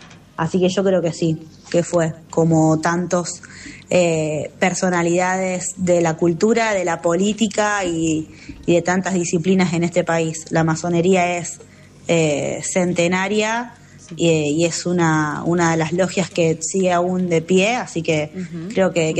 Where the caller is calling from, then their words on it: Rosario, Santa Fe, Argentina; Dejo mi fecha de nacimiento, 26 de julio de 1986. … de Rosario y quería saber sobre el amor.